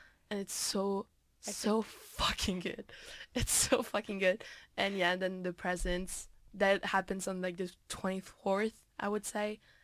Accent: Belgium; moved away; Okay, so basically, I come from Belgium, right? But I celebrate Christmas in Slovakia

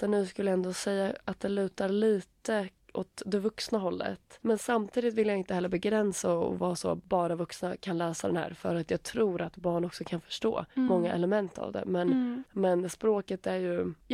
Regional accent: Finland; accent: Finland Swedish; Ursäkta min finlandssvenska.

